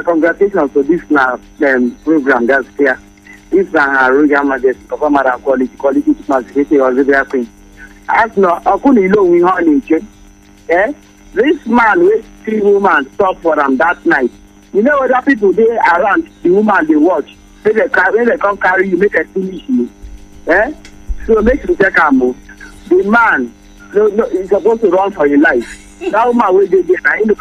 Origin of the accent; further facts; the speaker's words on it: Rwanda; As a brother …, I'm from Rwanda.